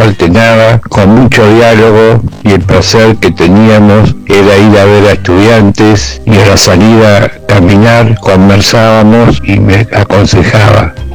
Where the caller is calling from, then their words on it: La Plata, Buenos Aires Province, Argentina; de La Plata.